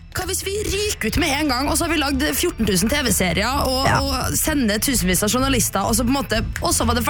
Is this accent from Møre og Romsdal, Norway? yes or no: yes; Molde, Møre og Romsdal, Norway